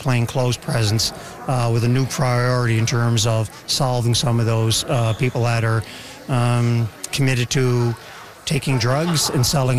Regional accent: New Waterford, Nova Scotia, Canada; I grew up in New Waterford. I'm from here. I started my policing career in New Waterford.

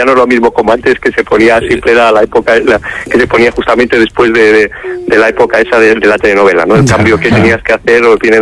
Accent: Castile and León, Spain; now in Alcalá, Spain; Mira, estoy en Alcalá, es un culebrón ya en sí, pero yo soy de Torto de Leva, de Burgos, y te mando un saludo desde nuestra tierrilla.

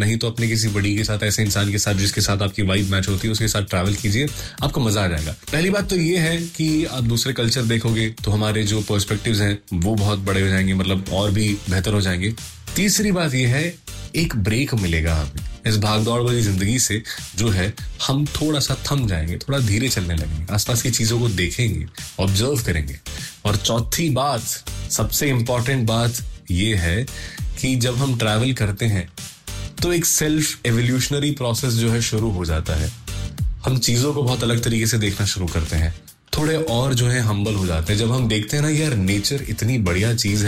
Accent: Thiruvananthapuram, Kerala, India; born or raised there; moved away

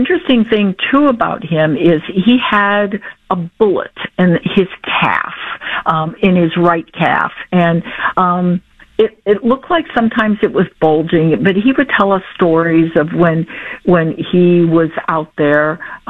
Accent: Youngstown, Ohio, United States; And we grew up in Youngstown, went to Cardinal Mooney High School

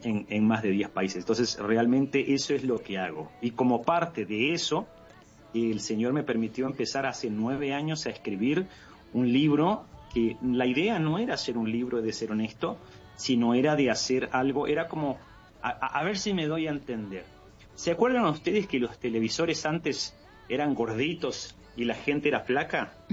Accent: Florencio Varela, Buenos Aires Province, Argentina; also born or lived in Guatemala / United States; now in Antigua Guatemala, Guatemala; Soy de Buenos Aires, de la provincia de Florencio Varela, que está hacia el sur de allí exactamente, pero hace más de 20 años nosotros nos mudamos para, mi familia salió para Guatemala y luego yo me fui a Estados Unidos y tengo que casi 9 meses, 10 meses de vivir acá en Guatemala.

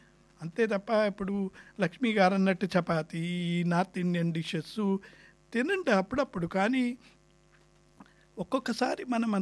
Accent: Andhra Pradesh, India; మాది పశ్చిమ గోదావరి జిల్లా వాణి వాళ్ళది, గుంటూరు జిల్లా అక్కడ చేసే పద్ధతి వేరుగా ఉంటుంది. మా ఊర్లో చేసే గోంగూర పచ్చడి చాలా చక్కగా ఫ్రెష్గా అక్కడ

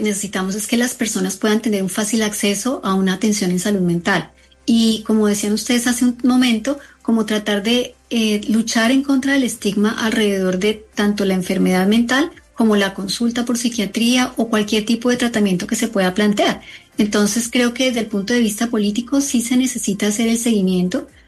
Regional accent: Colombia; nosotros como colombianos y como latinoamericanos en general

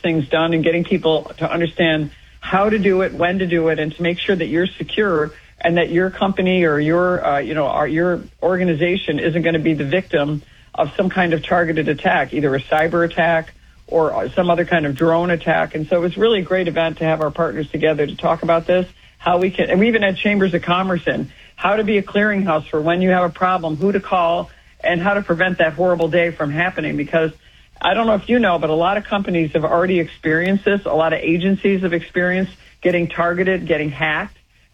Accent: Utica, New York, United States; my hometown, my home city is Utica, New York

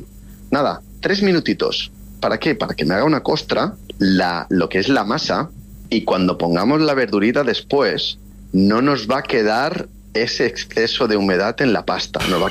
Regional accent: Balearic Islands, Spain; como buen mallorquín que soy, o buen mediterráneo

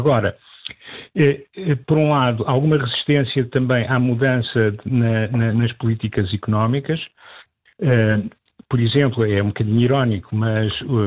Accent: Portugal; Eu próprio, como português

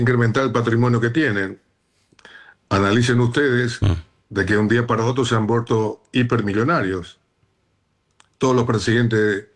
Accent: Luque, Central, Paraguay; born there; Yo nací en Luque

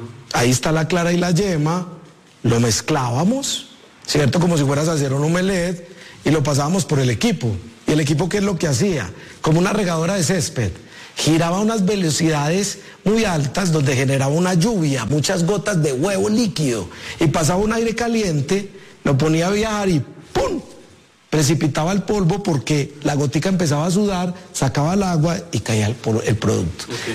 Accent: Antioquia, Colombia

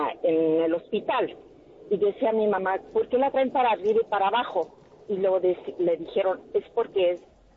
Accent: Los Angeles, California, United States; born there; cuando yo nací en Los Ángeles

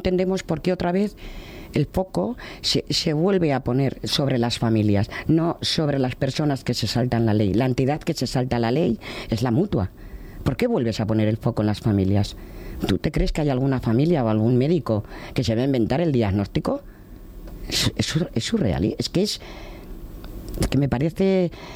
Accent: Basque Country, Spain; la mayoría de las personas de la Junta Directiva pues somos del País Vasco

